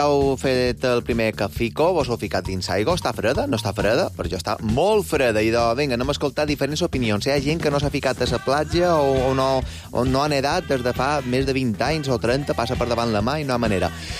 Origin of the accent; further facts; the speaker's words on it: Búger, Mallorca, Balearic Islands, Spain; és una cosa que m'ha marcat de petit, del meu poble de Buja